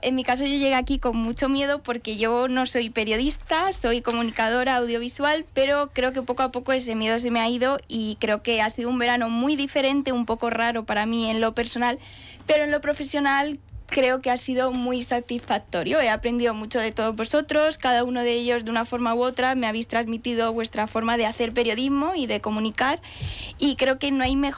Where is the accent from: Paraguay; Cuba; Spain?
Spain; Pétrola, Castilla-La Mancha; también a todos mis vecinos de mi pueblo de Pétrola, que alguna noche me han dicho, te escuchan en la radio, eres tú.